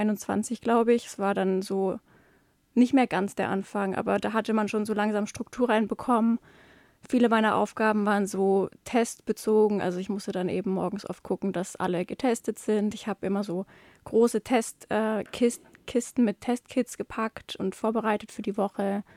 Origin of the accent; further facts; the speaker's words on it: Tübingen, Baden-Württemberg, Germany; also born or lived in Kirchberg an der Jagst; ich bin 24 Jahre alt und ich komme aus der Region Tübingen tatsächlich.